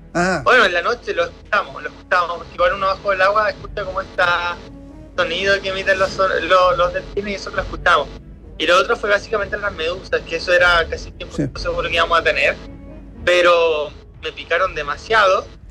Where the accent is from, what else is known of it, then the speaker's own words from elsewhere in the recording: Chile; ahora soy el latinoamericano más joven en completarlo. Primer hombre chileno también que lo completa